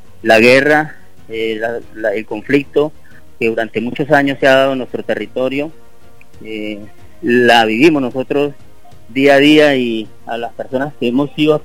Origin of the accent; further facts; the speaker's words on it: Arauca, Colombia; nosotros como colombianos queremos la paz. En el departamento de Arauca somos muchas las personas que queremos construir paz